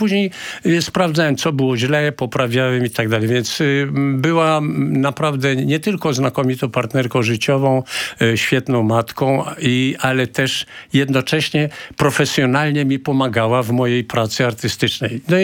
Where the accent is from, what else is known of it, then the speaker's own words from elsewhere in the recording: Warsaw, Masovian Voivodeship, Poland; also born or lived in Kraków / San Francisco; ja jestem z Pragi, prawda?